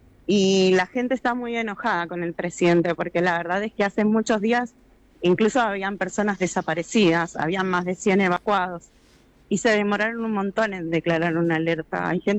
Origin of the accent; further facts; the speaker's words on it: Argentina; moved away as an adult; now in Chile; Han sido semanas difíciles para un argentino acá en Chile.